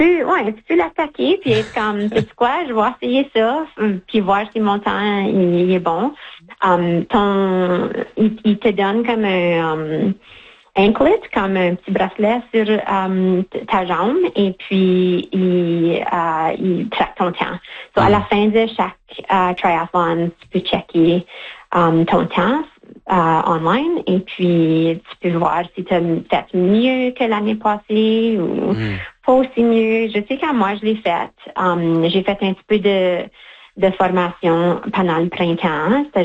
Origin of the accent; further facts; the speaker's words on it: St. Malo, Manitoba, Canada; Je viens de Saint-Malo.